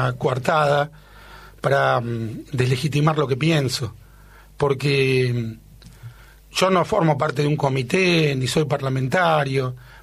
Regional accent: Argentina; los argentinos son mi pueblo, los judíos argentinos son mi pueblo en dos sentidos. Cuando Irán atacó a la Argentina, en la AMIA y antes en la Embajada de Israel, atacó a mi país, invadió mi nación

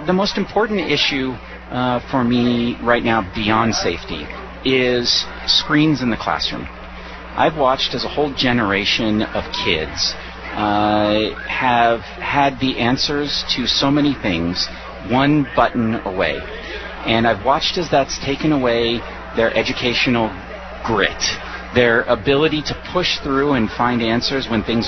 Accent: Alta Sierra, California, United States; I grew up in Alta Sierra. Lived on Francis Drive when I was younger, and I graduated from Bear River High School in 1997.

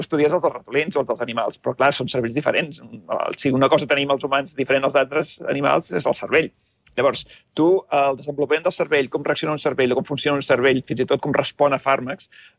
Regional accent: England, United Kingdom; Catalan is a second language; Jo sóc anglès, jo sempre faig... prenc te.

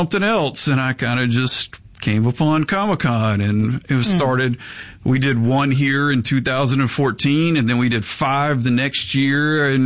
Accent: Goodman, Mississippi, United States; Yeah, I grew up in Goodman, Mississippi. If anybody knows where Goodman is, it's about 1,000 people, about an hour north of Jackson.

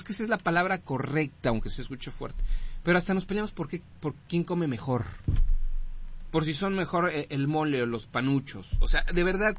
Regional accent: Mexico; lo que a mí me urge que entendamos como mexicanos

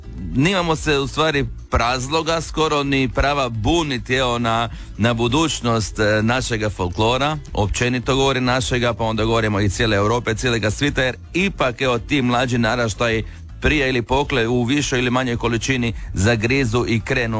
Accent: Istria County, Croatia; Tu su kod nas u Istri

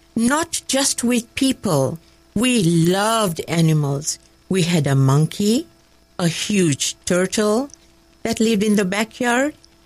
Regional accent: Dar es Salaam, Tanzania; born there; I was born in Dar es Salaam, Tanzania, East Africa, to the most wonderful parents in the world, and loving grandparents.

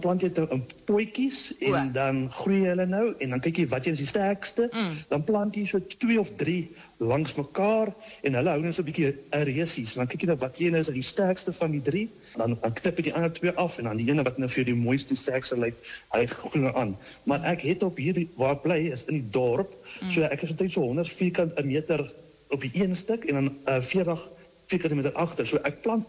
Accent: Meyerton, Gauteng, South Africa; Ek is afkomstig van Meyerton, hier in die Midvaal omgeving Gauteng area

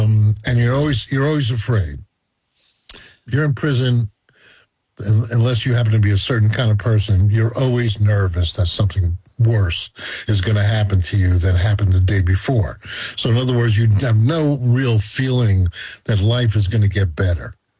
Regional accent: United States; as an American

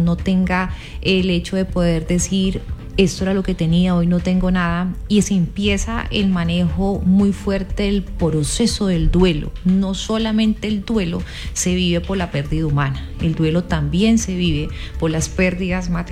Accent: Cali, Valle del Cauca, Colombia; todos tenemos que sumar como comunidad, como caleños, como colombianos que somos

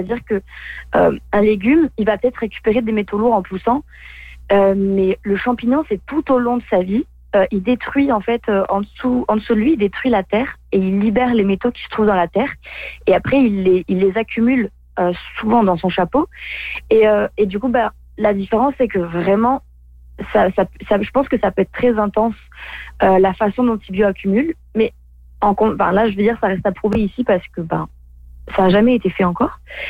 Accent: France; moved away as an adult; now in Amos, Canada; parce que je viens de France

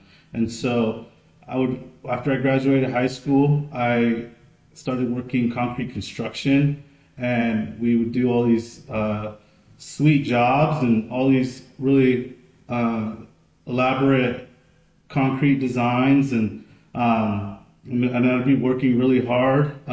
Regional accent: Oregon, United States; I'm a middle child of seven. I grew up in Oregon

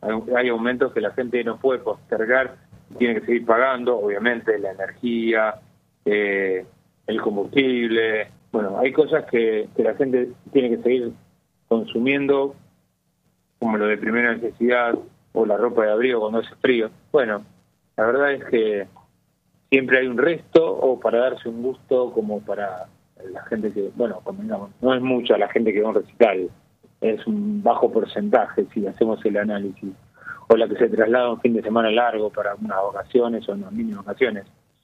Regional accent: Argentina; somos todos argentinos

